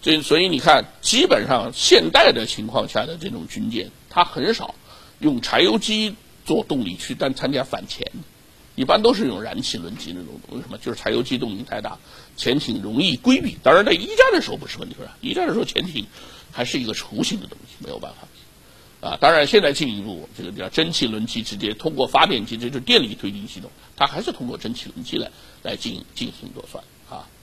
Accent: Shanghai, China; 我们上海话叫火头绑踢湖北

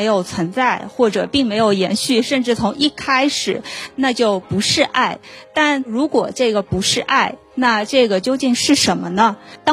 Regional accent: China; 那我们中国人在整个过程中，整个历史的演变过程中，我们理解爱情有哪些变化

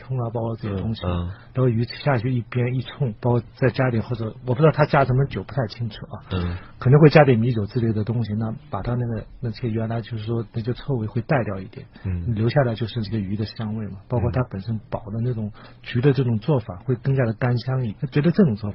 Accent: China; 不光我们就是中国人喜欢吃这种臭吃腐

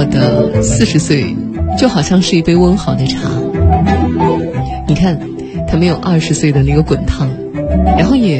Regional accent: China

